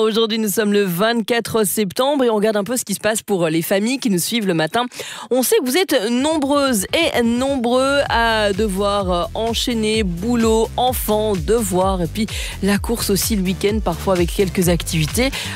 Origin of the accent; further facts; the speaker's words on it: Belgium; un grand carré d'herbe absolument magnifique chez nous en Belgique